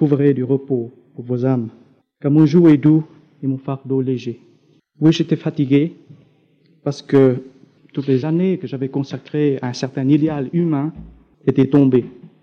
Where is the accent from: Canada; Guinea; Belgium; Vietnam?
Vietnam; moved away as an adult; Je viens du Vietnam et vous le savez tous, c'est une terre meurtrie, c'est une terre de souffrance. Et à l'âge de 18 ans, lorsque j'avais quitté mon pays en 68